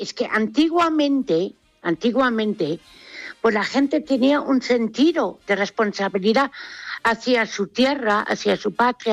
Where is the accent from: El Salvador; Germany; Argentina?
Germany; Spanish is a second language; now in Spain; Sí, fíjate que yo aquí en España, al fin y al cabo, yo es que soy alemana